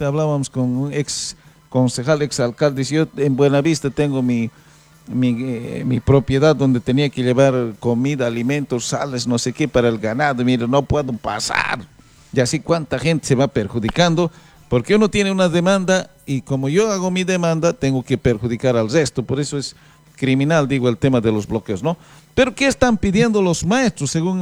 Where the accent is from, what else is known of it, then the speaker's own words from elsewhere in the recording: Llallagua, Potosí, Bolivia; now in eastern Bolivia; Yo soy yayagüeño, norte potosino